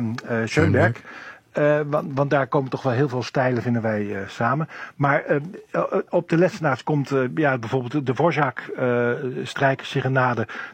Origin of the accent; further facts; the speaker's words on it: Italy; Dutch is a second language; toen ik dat was op dat festival 2 jaar geleden bij ons in Italië besprak